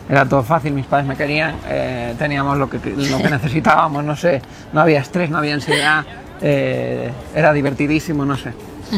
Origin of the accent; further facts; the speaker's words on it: Canary Islands, Spain; born there; Porque yo nací en Canarias, tú eres canario.